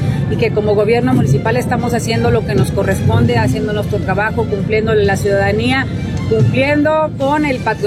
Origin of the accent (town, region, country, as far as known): Mexico